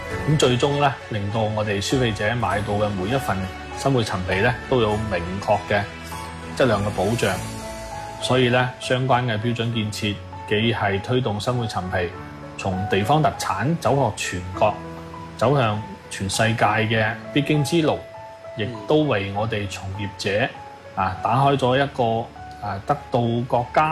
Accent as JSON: {"language": "Cantonese", "town": "Jiangmen", "region": "Guangdong", "country": "China", "said": "回到我哋家鄉，回到我哋橋鄉"}